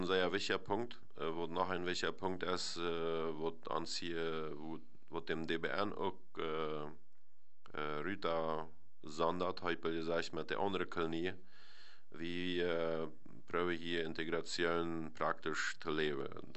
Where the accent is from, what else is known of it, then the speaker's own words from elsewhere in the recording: Netherlands; wir als Niederländer